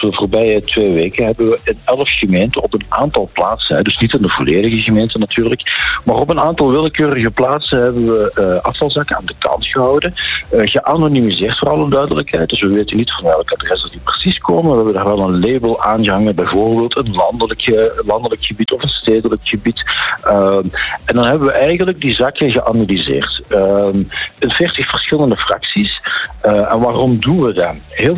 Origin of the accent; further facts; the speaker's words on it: Flanders, Belgium; Maar wij gooien vandaag als Limburgers en als Vlamingen nog veel te veel restafval weg in onze huisvuilzak.